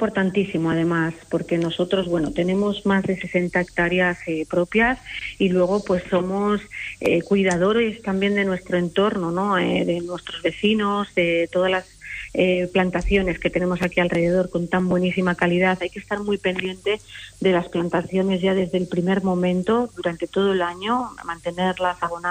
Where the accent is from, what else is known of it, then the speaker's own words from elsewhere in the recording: Asturias, Spain; es casi una forma de vivir aquí en Asturias, es algo que nos representa muchísimo como asturianos